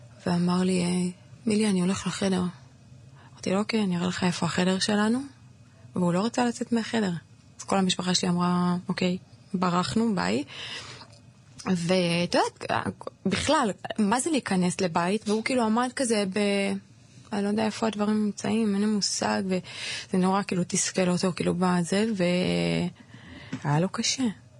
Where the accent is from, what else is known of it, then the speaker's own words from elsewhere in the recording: Dimona, Southern District, Israel; כן, נכון, כי אני כאילו דימונאית, אז אני לייס.